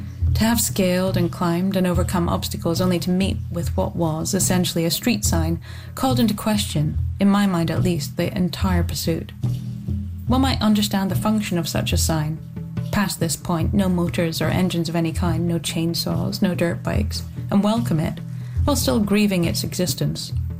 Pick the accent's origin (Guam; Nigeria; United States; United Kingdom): United Kingdom; Scotland; I grew up in the Highlands of Scotland, I'd say about a mile outside of a village. I'm not sure I would describe it as a wilderness. You know, it was a farming region.